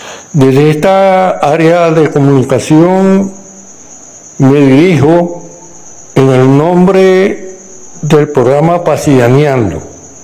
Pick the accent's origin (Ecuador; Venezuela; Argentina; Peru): Venezuela; como consecuentes venezolanos que sentimos la situación que padece el país